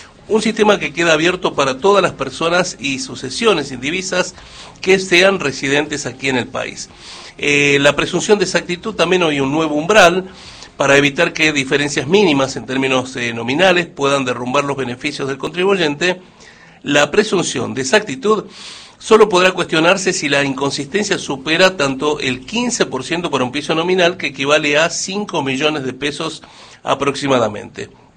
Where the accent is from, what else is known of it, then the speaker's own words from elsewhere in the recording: La Rioja, Argentina; Así somos los riojanos